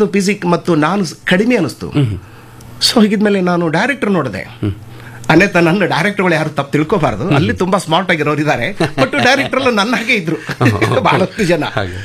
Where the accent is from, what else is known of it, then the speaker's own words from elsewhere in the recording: Ballari district, Karnataka, India; accent: Ballari dialect; moved away; also born or lived in Hansabhavi, Hirekerur taluk / Bengaluru; ನಾನು ಓದಿದ್ದು ಹಿರೇಕೆರೆ ತಾಲೂಕು ಹಂಸಬಾವಿಯಲ್ಲಿ, ನಂದು ಜಿಲ್ಲೆ ಬಳ್ಳಾರಿ ಜಿಲ್ಲೆ, ತಾಯಿ ಗದಗನವರು. ಸೊ ಮನೆಯಲ್ಲಿ ತಾಯಿ ತಮ್ಮ ಭಾಷೆನೇ ಮಾತಾಡ್ತಿದ್ರು, ನಮ್ದು ಬಳ್ಳಾರಿ ಭಾಷೆ ತಮಗೂ ಗೊತ್ತಿರುತ್ತದೆ.